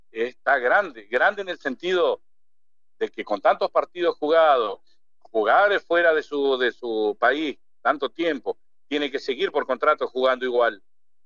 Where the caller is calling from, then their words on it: Argentina; porque soy argentino